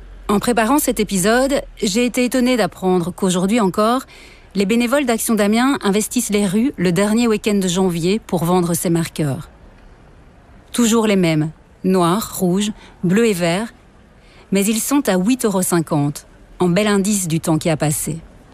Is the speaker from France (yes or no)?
no; Belgium; Et chez nous, en Belgique, sa mémoire se perpétue